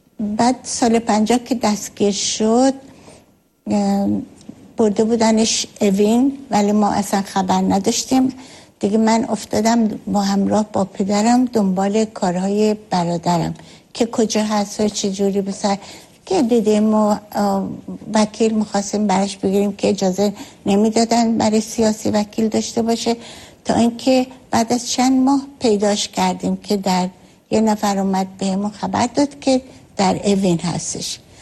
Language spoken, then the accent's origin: Persian; Shiraz, Fars, Iran; از شیراز هستم